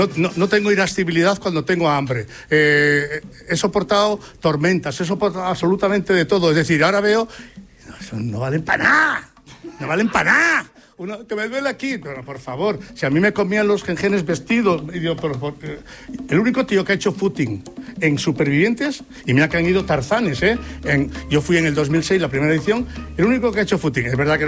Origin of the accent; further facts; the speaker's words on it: Spain; a ver, ¿me vas a decir a mí que yo no soy español?